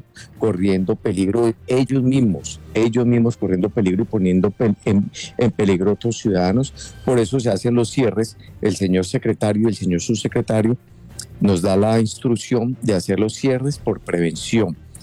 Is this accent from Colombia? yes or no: yes; Cali, Valle del Cauca, Colombia; nosotros, como ciudadano caleño